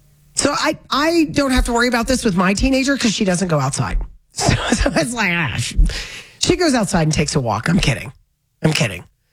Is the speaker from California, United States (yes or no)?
no; Florida, United States; I grew up in Florida